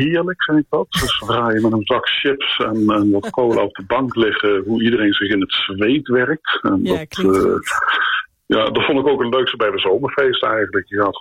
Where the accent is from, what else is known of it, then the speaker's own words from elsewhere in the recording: Nijmegen, Gelderland, Netherlands; toen ik opgroeide in Nijmegen, was het één groot feest.